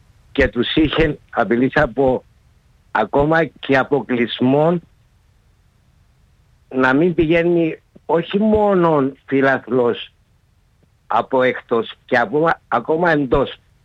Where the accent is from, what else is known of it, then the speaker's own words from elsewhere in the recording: London, United Kingdom; now in Cyprus; εγώ μεγάλωσα στο Χάιπουρι, δίπλα μου το Χάιπουρι, μέσα και έξω.